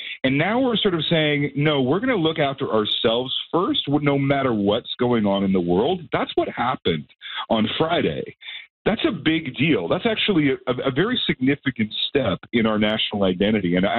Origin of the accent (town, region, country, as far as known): Canada